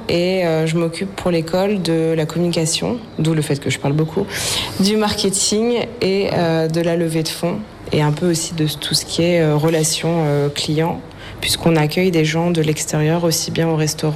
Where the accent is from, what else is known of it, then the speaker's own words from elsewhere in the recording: Paris, Île-de-France, France; now in Cambodia; j'ai 30 ans, je suis originaire de Paris et depuis à peu près un an et demi, je vis au Cambodge.